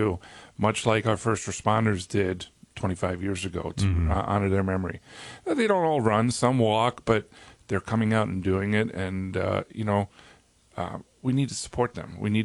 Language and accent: English; New York, United States; When I was growing up in New York, my parents were immigrants to this country.